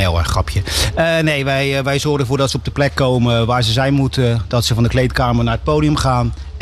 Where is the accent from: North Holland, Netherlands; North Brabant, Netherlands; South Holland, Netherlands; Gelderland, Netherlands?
Gelderland, Netherlands; Ruurlo; Ik kom uit Ruurlo en ik help al een aantal jaren met opbouwen.